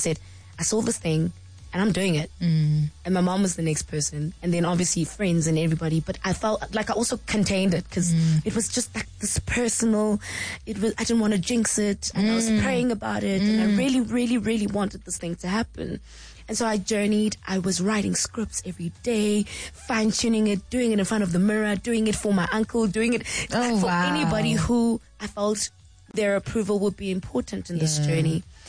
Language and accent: English; Eastern Cape, South Africa; moved away; also born or lived in Pretoria / Johannesburg; I'm from the Eastern Cape.